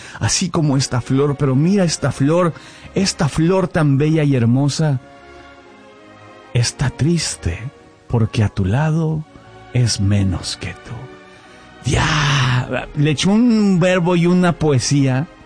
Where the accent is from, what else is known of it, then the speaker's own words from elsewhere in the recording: Toluca, State of Mexico, Mexico; born there; moved away; Yo tenía yo 15 años o 16, tenía yo 16 años, ahí en Toluca.